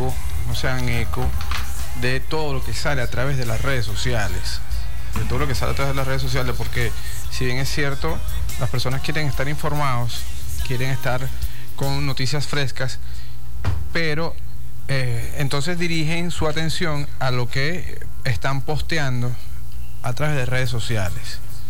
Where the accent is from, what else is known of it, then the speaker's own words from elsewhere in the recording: Venezuela; esto que estamos viviendo nosotros como venezolanos.